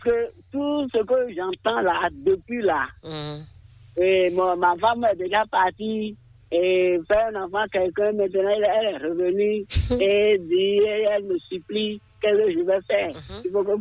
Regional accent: Porto-Novo, Ouémé, Benin; Moi, je suis natif de Port-Novo, le royaume de Port-Novo.

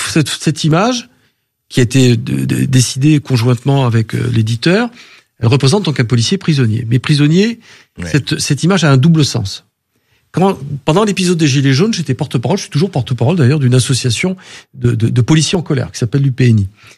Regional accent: Marseille, Provence-Alpes-Côte d'Azur, France; j'en reviens toujours parce que j'ai grandi à Marseille.

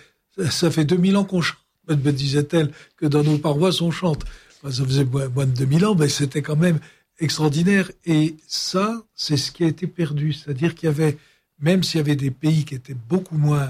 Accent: western France, France; Je peux en parler puisque je suis de l'Ouest.

